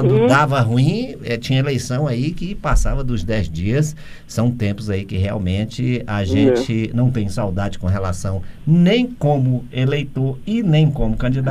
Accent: Teresina, Piauí, Brazil; porque afinal de contas eu sou lá de Teresina, né?

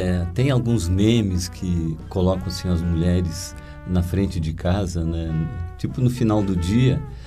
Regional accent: Rio Grande do Sul, Brazil; moved away; E como eu sou gaúcho, lá a rede social, ainda que persiste, é o chimarrão.

